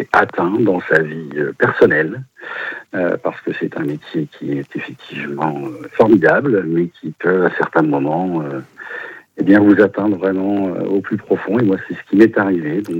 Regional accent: Pays de la Loire, France; Alors je suis du Maine-et-Loire.

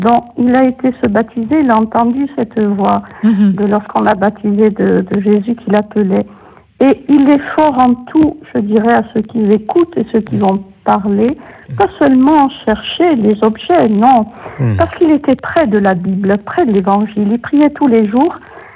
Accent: Corsica, France; comme on disait chez nous en Corse, à church.

